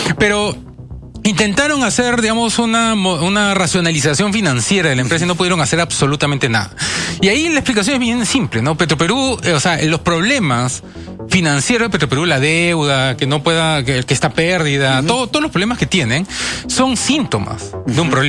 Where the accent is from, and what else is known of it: Peru